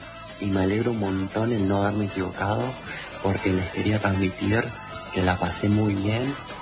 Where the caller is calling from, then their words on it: Buenos Aires, Argentina; soy de Buenos Aires, estudio terapia ocupacional